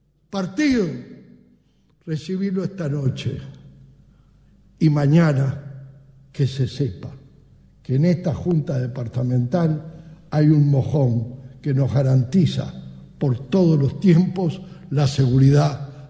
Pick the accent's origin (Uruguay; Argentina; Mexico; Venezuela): Uruguay; nosotros somos tan uruguayos que somos los que más criticamos a nuestro sistema.